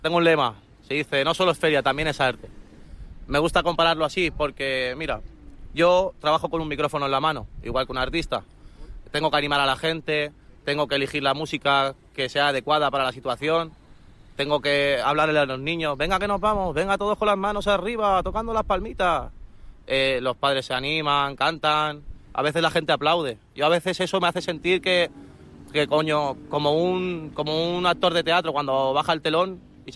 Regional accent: Catalonia, Spain; Mira, yo soy gitano, español y catalán.

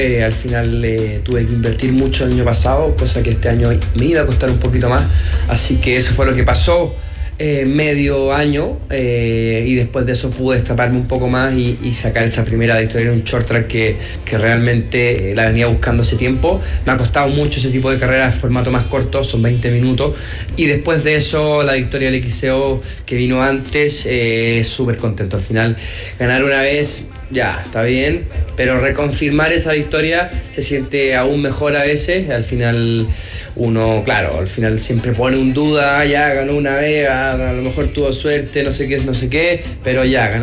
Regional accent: Chile; reunirnos como chilenos

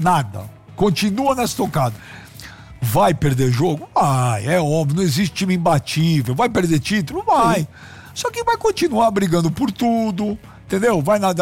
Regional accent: Campo Grande, Mato Grosso do Sul, Brazil; Eu sou santista de Campo Grande, Mato Grosso.

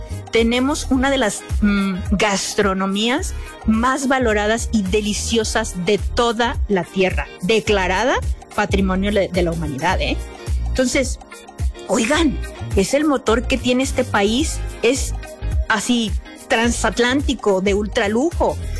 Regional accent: Mexico; nuestro México lindo y querido

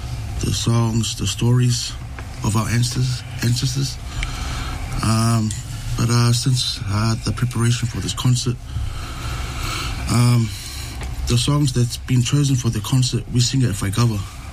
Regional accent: New Zealand; As for me, growing up in New Zealand, we are surrounded with so many different cultures and influences, and which is great.

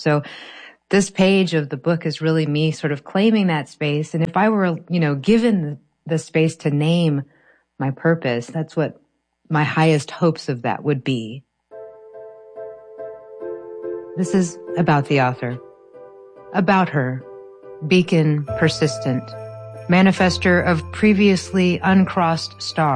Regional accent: Houston, Texas, United States; also born or lived in Bangkok; now in Arkansas, United States; I was born in Bangkok and raised in Houston in a concrete jungle. And before moving to Arkansas, I was scared of the dark.

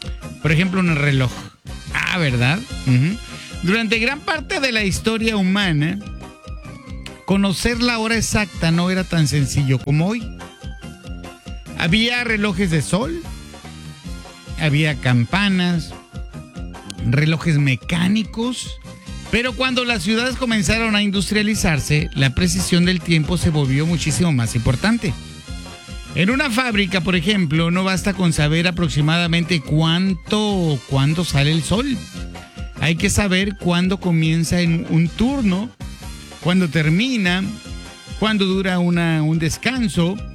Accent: Moctezuma, Sonora, Mexico; Yo me acuerdo cuando era morrito, sí, porque una vez fui morrito, déjeme decirle, en mi pueblo de Tangamandapio, allá, Moctezuma, Sonora

